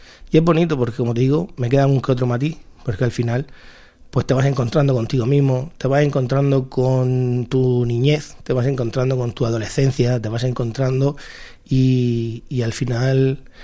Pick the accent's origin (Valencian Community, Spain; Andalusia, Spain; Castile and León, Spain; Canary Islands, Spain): Valencian Community, Spain; Hurchillo; Pues al final, Urchillo al final es tu tierra. Yo siempre digo que no se puede entender lo que uno siente por su pueblo si no tiene pueblo, ¿no?